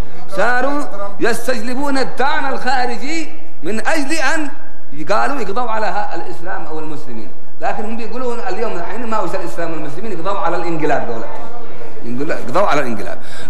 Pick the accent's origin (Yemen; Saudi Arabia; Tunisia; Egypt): Yemen; عندنا في اليمن